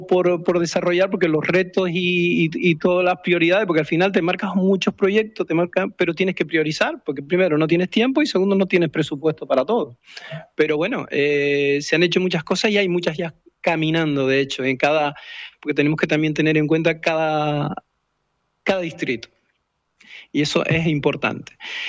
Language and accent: Spanish; Canary Islands, Spain; moved away